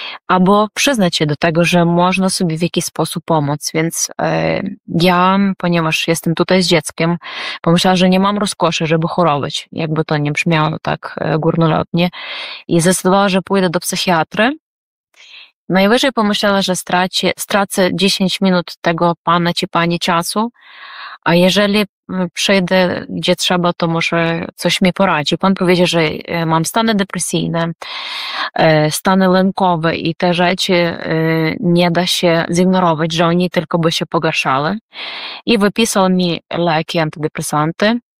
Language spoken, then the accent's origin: Polish; Ukraine; Polish is a second language; Jako Ukrainka, obywatelka, też plastunka, czyli harcerka, bo można powiedzieć po polsku